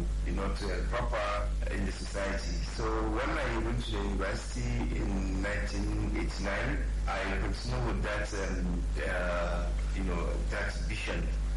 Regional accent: Kano, Nigeria; I was born and brought up in Kano

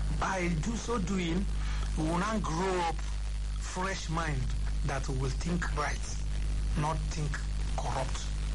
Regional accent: Enugu State, Nigeria; I am from Enugu State. And we just had a by-election in my senatorial district. That's Nsukka.

